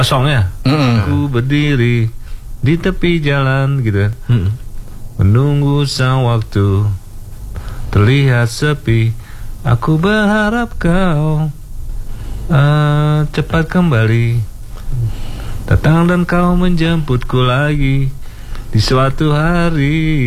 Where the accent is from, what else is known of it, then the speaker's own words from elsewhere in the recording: Jakarta, Indonesia; born there; Gue sih emang orang Jawa, bapak ibu gue Jawa. Jadi, ibu Solo, bapak Jember. Cuma gue lahir di Jakarta, jadi Betawi, jadi Betokawin.